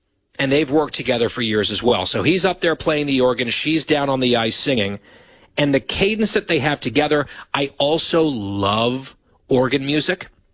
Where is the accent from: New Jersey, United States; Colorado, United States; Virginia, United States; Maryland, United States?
New Jersey, United States; born there; I'm a big fan of the New Jersey Devils, NHL hockey team based in my home state.